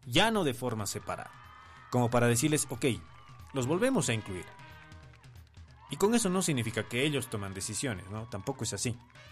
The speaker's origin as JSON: {"language": "Spanish", "country": "Bolivia", "said": "todos los bolivianos es unirnos nuevamente como bolivianos"}